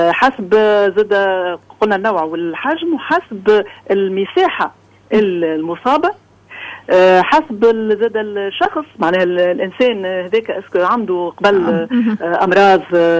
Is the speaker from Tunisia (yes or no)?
yes; Tunisia; accent: Tunisian; بلهجتنا احنا التونسية